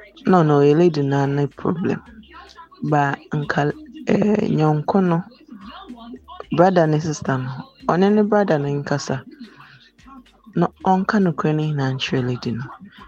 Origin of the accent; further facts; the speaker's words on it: Abrepo, Ashanti, Ghana; Just finished at Joseph's Kitchen, but I'm from Abrepo.